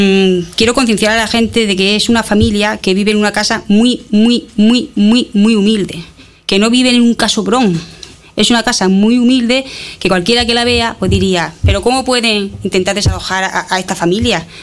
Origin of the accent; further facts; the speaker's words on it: Cieza, Region of Murcia, Spain; yo, como ciudadana española, y en este caso de Cieza